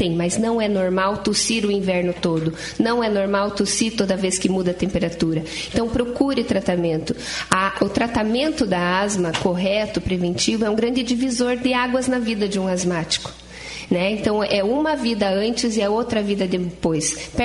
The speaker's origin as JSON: {"language": "Portuguese", "town": "Castro", "region": "Paraná", "country": "Brazil", "tie": "born there", "said": "Eu sou nascida em Castro."}